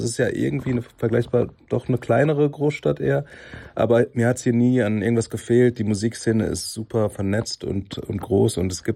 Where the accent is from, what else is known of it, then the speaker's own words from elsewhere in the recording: Chennai, Tamil Nadu, India; moved away; also born or lived in Germany; Ich bin halt aufgewachsen als Kind in Chennai und Chennai ist die Hauptstadt dieser Filmindustrie.